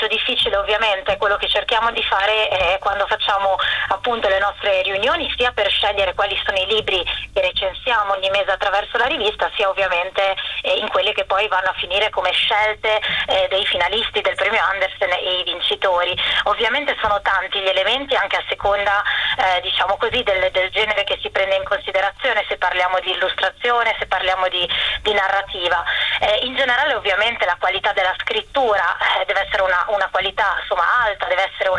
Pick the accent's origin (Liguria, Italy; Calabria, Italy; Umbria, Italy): Liguria, Italy; Genoa; Io sono di Genova